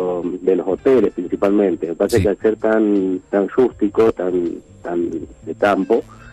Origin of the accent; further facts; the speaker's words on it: San Juan, Argentina; born there; also born or lived in Guandacol; Yo estoy en Guandacol, normalmente viajo los domingos, lunes, martes, estoy allá y llego anoche a San Juan. Yo soy de San Juan.